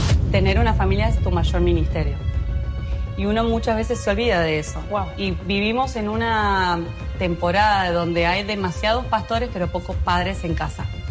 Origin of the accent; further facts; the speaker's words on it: Argentina; now in Dominican Republic; Yo amo a Argentina, me considero más argentina que el mate. Siempre dije, yo voy a nacer y morir en Argentina. Estudié ciencias políticas allá, o sea, con la intención de seguir siempre en el camino de Argentina.